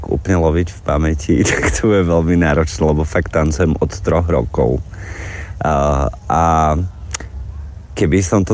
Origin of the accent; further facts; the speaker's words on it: Bratislava, Bratislava Region, Slovakia; born there; ja som z Bratislavy, teda narodil som sa v Bratislave